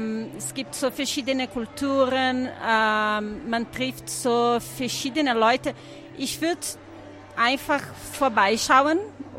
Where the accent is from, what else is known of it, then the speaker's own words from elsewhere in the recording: Brazil; now in Tyrol, Austria; Ich komme aus Brasilien